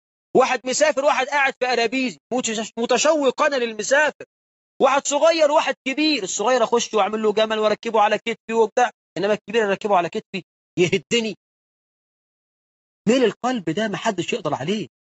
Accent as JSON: {"language": "Arabic", "country": "Egypt", "said": "إحنا عندنا في مصر 9 مليون عانس."}